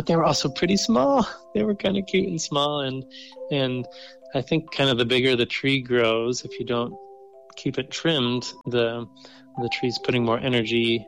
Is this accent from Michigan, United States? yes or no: yes; Rockford, Michigan, United States; also born or lived in Grand Rapids; I'm from Rockford, Michigan, and spent some time living in Grand Rapids.